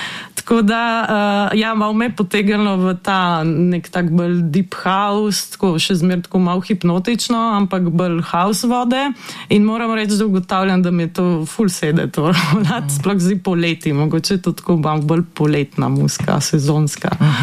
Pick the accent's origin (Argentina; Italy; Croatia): Italy; Trieste, Friuli-Venezia Giulia; moved away as an adult; now in Ljubljana, Slovenia; ker sem se preselila v Ljubljano in oni imajo vaje v Trstu, ker sem iz Trsta doma.